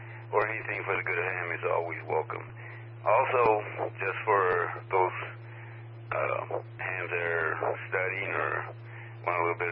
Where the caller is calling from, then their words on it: Killeen, Texas, United States; I'm transmitting from Killeen, Texas, where it is currently about 100 degrees.